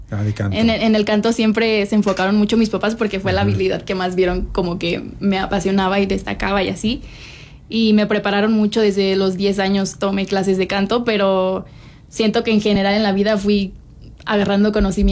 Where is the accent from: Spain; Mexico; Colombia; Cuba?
Mexico; Monterrey, Nuevo León; now in Mexico City, Mexico; yo que vengo de Monterrey, obviamente toda la gente de otras ciudades pues queremos venir aquí a la capital a cumplir nuestros sueños